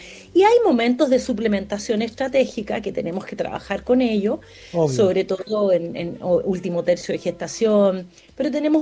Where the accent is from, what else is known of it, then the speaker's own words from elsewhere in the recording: O'Higgins, Chile; No, yo soy de O'Higgins.